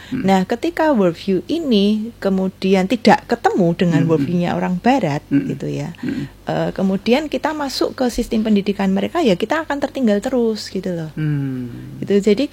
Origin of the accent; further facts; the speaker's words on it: Special Region of Yogyakarta, Indonesia; kita orang Jogja